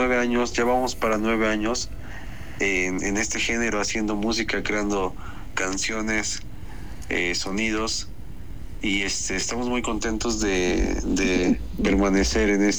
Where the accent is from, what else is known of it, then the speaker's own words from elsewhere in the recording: Tlaxcala, Mexico; nosotros somos de Tlaxcala, México.